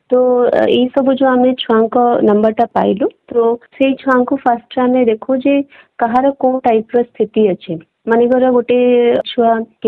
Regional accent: Salepur, Odisha, India; also born or lived in Mumbai; ଆମ ଘର କଟକର ସାଲେପୁର

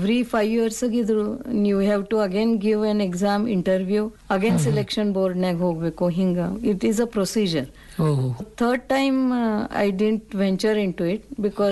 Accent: Karnataka, India; also born or lived in Jabalpur / Maharashtra; now in Vijayapura, India; ಮೂಲತಃ ನಾವು ಕರ್ನಾಟಕದವ್ರೆ

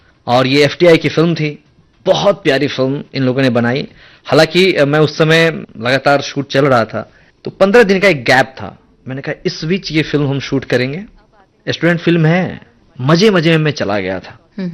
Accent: Bihar, India; first language Bajjika; और बज्जिका मेरी मातृभाषा है, मेरी दादी, मेरे दादा, मेरे घर में आज भी जब अगर आपके सामने मेरा फोन आ जाए तो मैं अपनी माता जी से, पिता जी से बज्जिका में ही बात करूंगा।

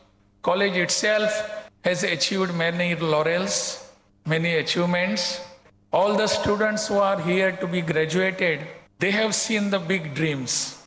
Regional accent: Goa, India; Even in some places, I'm coming from Goa. In Goa, we call learned persons as doctors.

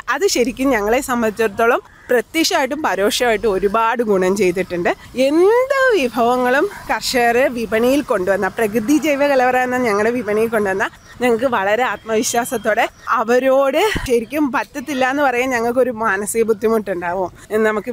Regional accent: Onattukara, Kerala, India; born there; ഞാൻ ഓണാട്ടുകരയാണ് ജനിച്ചത്. അപ്പോൾ ഒരു കാർഷിക സംസ്കാരമുള്ള നാടാണ്, ജീവിത രീതിയുള്ള നാടാണ്.

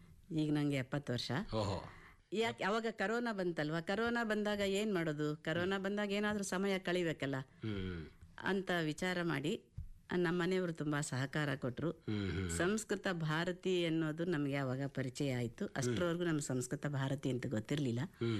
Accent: Hampi, Karnataka, India; ಹೌದು, ಬಳ್ಳಾರಿ ಜಿಲ್ಲೆ ಹಂಪೆಯಲ್ಲೇ ನಾವು ಹುಟ್ಟಿದ್ದು ಬೆಳೆದಿದ್ದು ಎಲ್ಲಾನು.

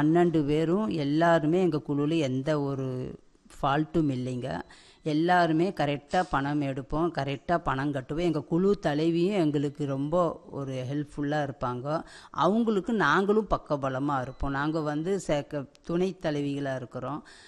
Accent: Pollachi, Tamil Nadu, India; நாங்கள் பொள்ளாச்சி தான்.

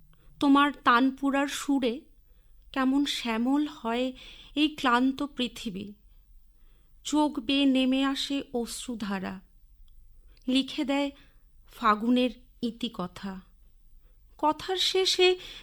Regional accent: West Bengal, India; আমি তুমি উত্তরবঙ্গের মানুষ না, আমার বাড়ি দক্ষিণ দিনাজপুর।

